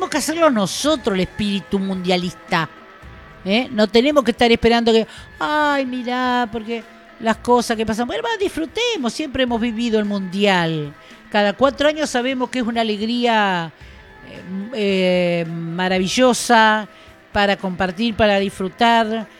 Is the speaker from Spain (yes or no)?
no; Argentina; qué fuerte que nos toca el corazón como argentinos.